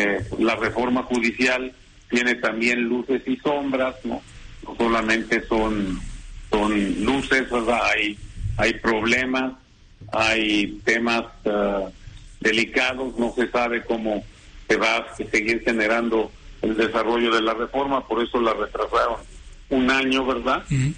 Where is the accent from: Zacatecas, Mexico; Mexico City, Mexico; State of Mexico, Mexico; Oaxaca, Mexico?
Zacatecas, Mexico; pues tú ves lo que pasó allá en mi tierra, Zacatecas, ¿verdad?